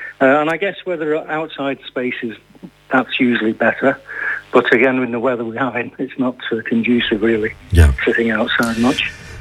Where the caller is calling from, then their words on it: Stockport, North West England, United Kingdom; I'm in France. From Stockport near Manchester.